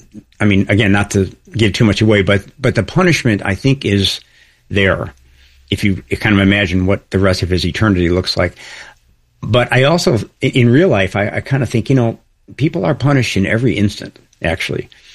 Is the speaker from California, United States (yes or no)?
no; Chicago, Illinois, United States; I mean, I grew up in Chicago, and it was a very close connection between sincerity and humor.